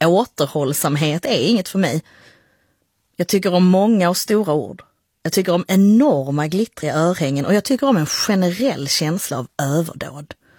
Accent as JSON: {"language": "Swedish", "town": "Höör", "region": "Skåne", "country": "Sweden", "tie": "born or raised there", "also_born_or_lived": "Cairo", "moved": "yes", "said": "att komma från Höör respektive Kairo"}